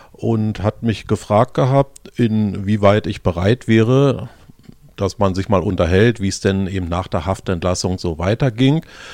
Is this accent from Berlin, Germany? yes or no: yes; Berlin, Germany; wir als Berliner in unserer Stadt, Anhänger des Berliner Fußballclubs Dynamo